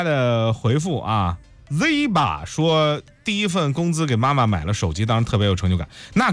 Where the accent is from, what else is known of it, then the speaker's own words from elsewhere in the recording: Shandong, China; 就是最多在咱们家乡周边转转，根本都没有远行的那种想法。